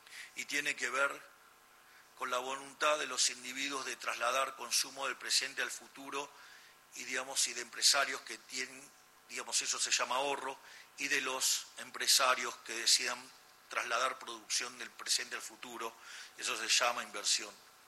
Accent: Argentina

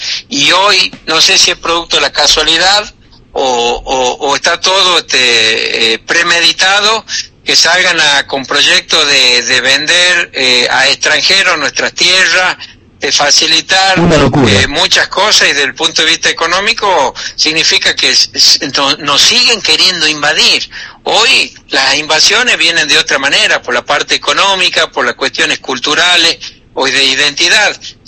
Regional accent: Tucumán, Argentina

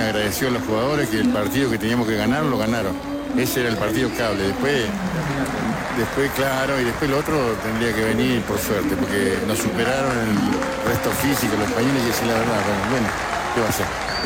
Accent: Marcos Paz, Buenos Aires Province, Argentina; Soy de Marcos Paz, soy socio honorífico por Veterano de Guerra.

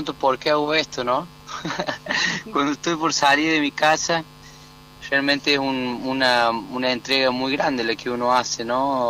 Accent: Villa Dolores, Córdoba, Argentina; yo soy del interior de Córdoba y no tenemos la pasión futbolera por el equipo. Yo soy de Comercio, de Villa Dolores, imagínate.

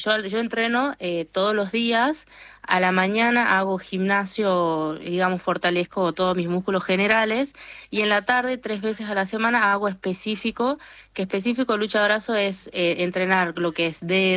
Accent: northern Argentina, Argentina; O no pareces argentina, y en realidad es porque soy norteña

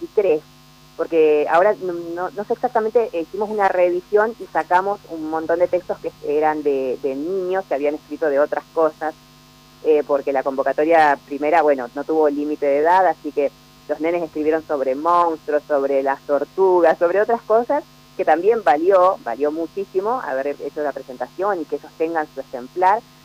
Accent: Campo Grande, Misiones, Argentina; also born or lived in Chubut; yo prácticamente, si bien nací en Chubut, me crié en Campo Grande

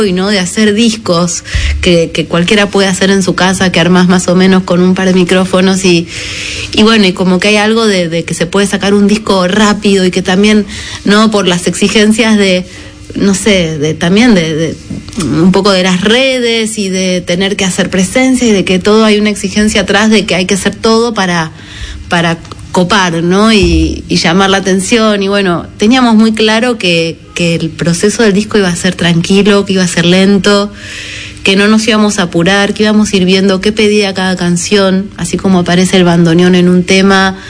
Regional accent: Trevelin, Chubut, Argentina; vengo desde Trevelin, que queda en Chubut, en la cordillera

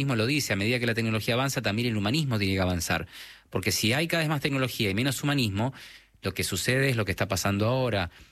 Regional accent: Argentina; accent: Argentine; pero sí afuera se dan cuenta que soy argentino porque tengo algo de acento, ¿no? Pero no es muy marcado.

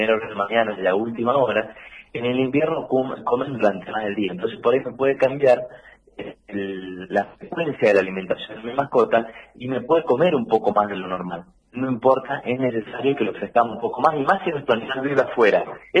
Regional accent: Real del Padre, Mendoza, Argentina; Yo soy de Real del Padre.

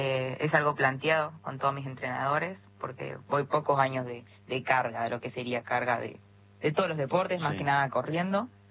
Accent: Salta, Argentina; now in Buenos Aires, Argentina; De Salta, Salta Capital.

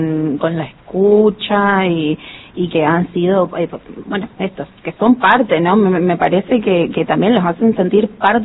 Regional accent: Formosa, Argentina; como argentinos, como formoseños

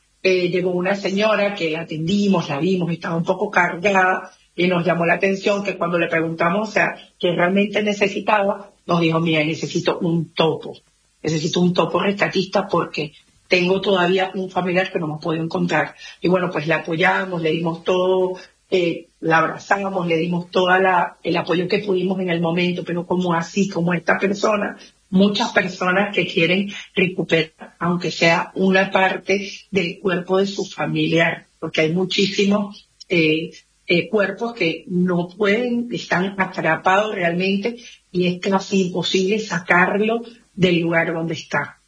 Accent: Venezuela

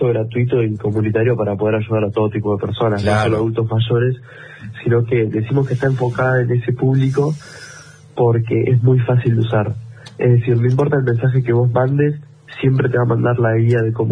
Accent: Bahía Blanca, Buenos Aires Province, Argentina; nosotros somos de Bahía Blanca

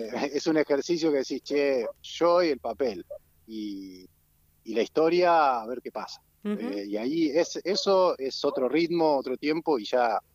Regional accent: Rosario, Santa Fe, Argentina; born there; now in Mallín Ahogado, Argentina; soy un bicho de ciudad, nací en Rosario, nací en un barrio, bueno, que eran los viejos Fonavi, después me fui a un barrio, digamos, es como mucho cemento y vida citadina.

